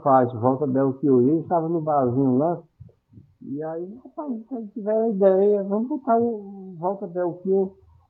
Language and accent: Portuguese; Ceará, Brazil; a gente como cearense